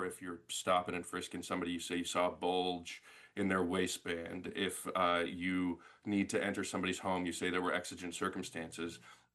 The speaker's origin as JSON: {"language": "English", "town": "Oakland", "region": "California", "country": "United States", "tie": "born or raised there", "moved": "yes", "lives_now": "New York, United States", "said": "And I grew up in Oakland"}